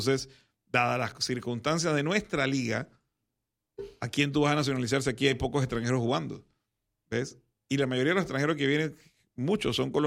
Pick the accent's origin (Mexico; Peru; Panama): Panama